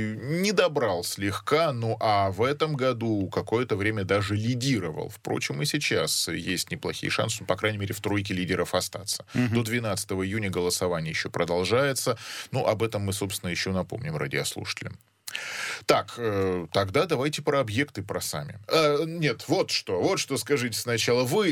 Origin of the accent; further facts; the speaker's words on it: Yekaterinburg, Sverdlovsk Oblast, Russia; я вроде бы Орджоникидзевский район, я тоже коренной орджоникидзевец.